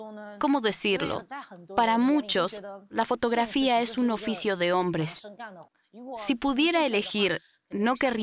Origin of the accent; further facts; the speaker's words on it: Yangshuo, Guangxi, China; Nací y crecí en Yangshuo, una región muy pintoresca.